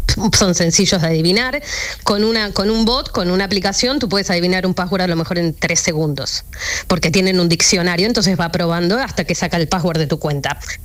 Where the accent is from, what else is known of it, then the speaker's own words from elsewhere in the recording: Argentina; moved away as an adult; also born or lived in Spain; now in Manchester, United Kingdom; Bueno, yo soy de Argentina, pero con mi marido nos hemos mudado a España en 2015.